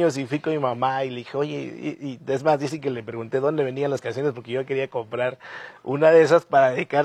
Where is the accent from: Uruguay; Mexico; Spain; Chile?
Mexico; Chiapas; un beso con todo mi cariño a mi tierra, a Chiapas.